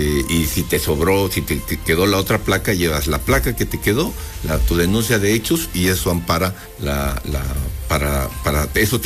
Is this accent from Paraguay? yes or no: no; Mexico; Recuerden que siempre como mexicanos dejamos las cosas al final.